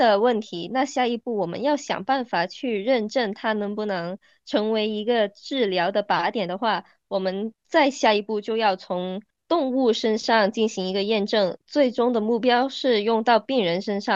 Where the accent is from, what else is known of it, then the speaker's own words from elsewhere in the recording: Hong Kong; 我是香港人，现在是在香港中文大学读分子生物科技专业的